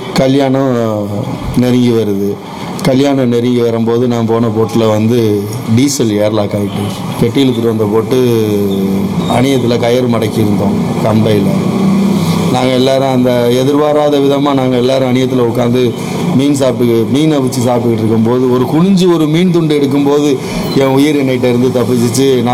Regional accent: Rameswaram, Tamil Nadu, India; எனக்கு 36 வயசாகுது. எனக்கு நான் பிறந்து வளர்ந்ததுலாம் ராமேஸ்வரம். பாம்பனுக்கு வந்து ஒரு 15 வருஷம் 18 வருஷம் இருக்கும்.

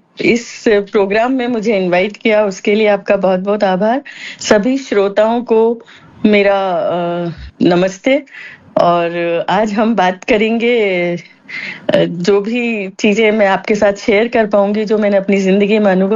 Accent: Rajasthan, India; हाँ, तो मेरे जो पापा थे वो रेलवे में स्टेशन मास्टर थे, तो मेरा बचपन राजस्थान में ही छोटे रेलवे स्टेशन पे बीता, 7th स्टैंडर्ड तक।

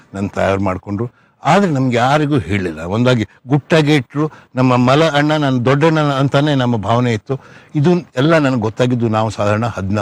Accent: Sirsi, Karnataka, India; born there; also born or lived in Matheran, Maharashtra

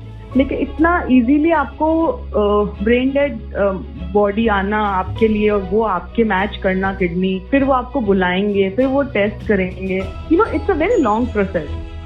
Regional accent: Rajasthan, India; मम्मा बहुत ज्यादा डरी हुई थी बिकॉज हम राजस्थान से हैं, वहाँ का कल्चर, वहाँ पे शादियाँ किस मतलब जल्दी हो जाना

